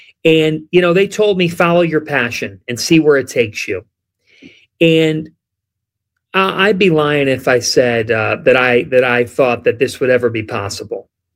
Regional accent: Cleveland, Ohio, United States; I don't like the pity party because I'm from Cleveland.

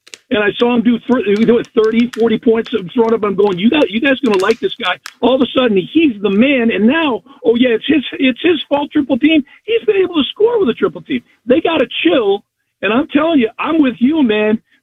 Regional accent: Chicago, Illinois, United States; and I'll say it because I'm from Chicago, right?

